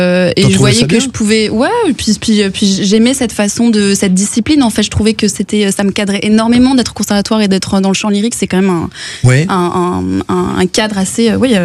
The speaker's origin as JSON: {"language": "French", "town": "Narbonne", "region": "Occitanie", "country": "France"}